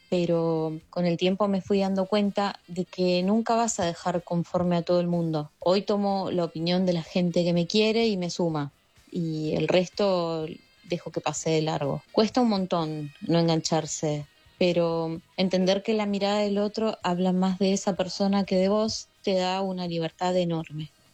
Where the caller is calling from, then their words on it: Carapachay, Buenos Aires Province, Argentina; de Carapachay